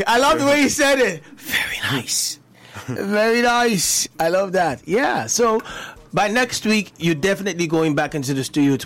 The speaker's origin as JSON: {"language": "English", "region": "Lagos", "country": "Nigeria", "tie": "born there", "said": "I was born in Lagos."}